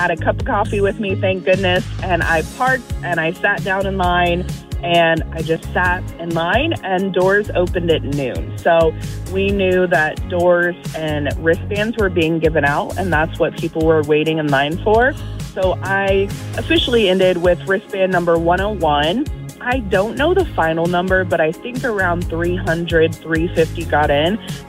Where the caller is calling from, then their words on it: Champaign, Illinois, United States; I am currently in Champaign, headed to work.